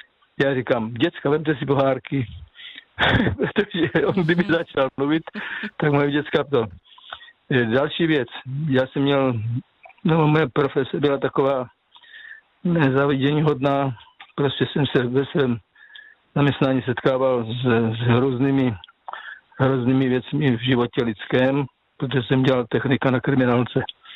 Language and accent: Czech; Slovakia; moje stařenka z Jižní, jako já pocházím ze Slovenska, tam se říká stařenka, ne babička.